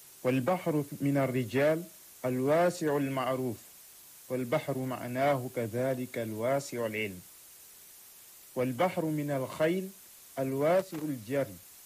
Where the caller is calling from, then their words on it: Guinea; Arabic is a second language; من دولة غينيا.